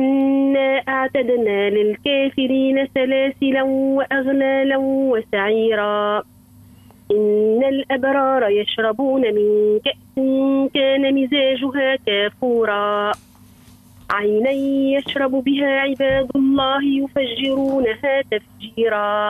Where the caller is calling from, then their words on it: Kairouan, Kairouan Governorate, Tunisia; من الفيروان.